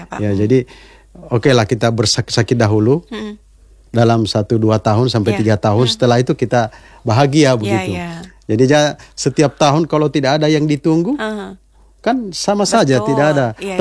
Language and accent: Indonesian; Southeast Sulawesi, Indonesia; moved away; rakyat kita, masyarakat kita di Konawe ini